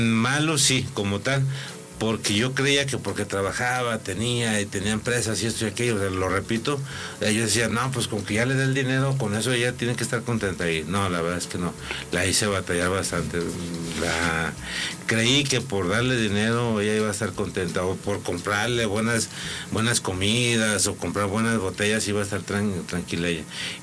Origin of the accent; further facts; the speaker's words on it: Mexico; Yo digo, prácticamente crecí siempre en el Infonavit Morelos, pero siempre bajaba a la barranca.